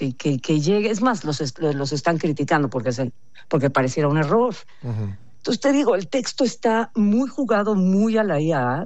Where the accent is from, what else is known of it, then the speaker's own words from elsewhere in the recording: Mexico; lo que somos los mexicanos